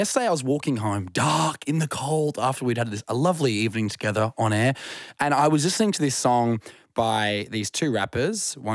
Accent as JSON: {"language": "English", "town": "Wyndham", "region": "Western Australia", "country": "Australia", "tie": "born or raised there", "said": "growing up in the Kimberley town of Wyndham where I live, where all the local mob listened to like … really hard out"}